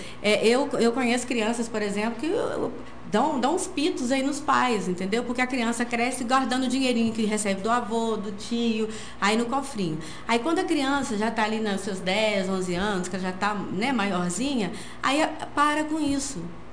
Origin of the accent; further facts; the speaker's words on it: Formoso, Brazil; eu sou da zona rural, para quem não sabe, né? Sou de Formoso. E eu cresci vendo a minha avó fazer isso.